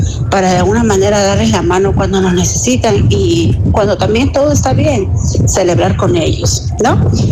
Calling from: Lima, Peru; de Sarcado de Lima.

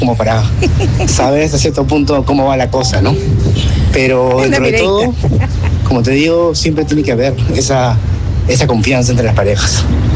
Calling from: Lima, Peru; Soy Santiago de Surco.

